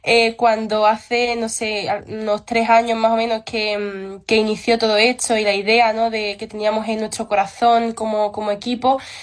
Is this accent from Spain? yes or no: yes; Algeciras, Andalusia, Spain; yo soy de aquí de Algeciras.